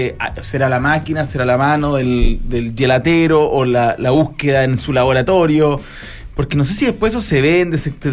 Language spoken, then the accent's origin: Spanish; Chile